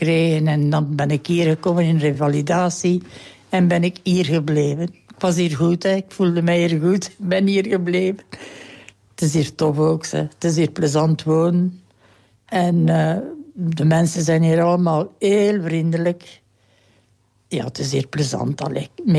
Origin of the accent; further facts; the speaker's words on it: Herne, Flanders, Belgium; born there; also born or lived in Kester; mijn geboortedorp is hier in Herne. Maar ik heb dan in Kester gewoond.